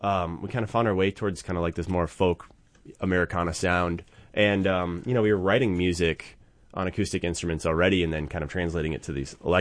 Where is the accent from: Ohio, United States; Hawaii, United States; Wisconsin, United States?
Wisconsin, United States; New Glarus; I grew up in New Glarus.